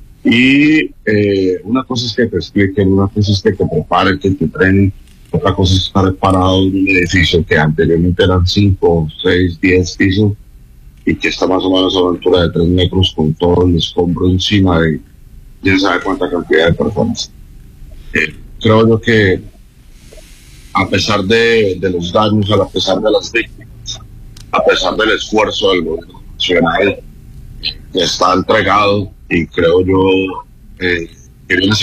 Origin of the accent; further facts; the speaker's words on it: Colombia; Como hermanos que somos, los colombianos que somos